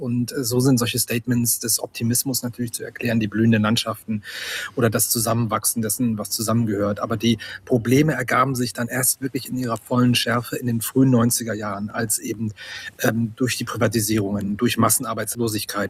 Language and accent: German; Hettstedt, Saxony-Anhalt, Germany; in meiner Heimatstadt Hettstedt in Mansfeld-Südharz